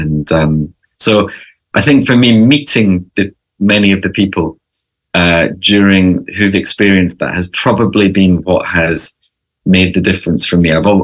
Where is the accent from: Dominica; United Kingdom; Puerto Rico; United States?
United Kingdom; Scotland; I'm originally from Scotland, from the island of Gia, which is spelled G-I-G-H-A. It's just one of the southernmost of the Hebridean islands, just across from the Mull of Kintyre.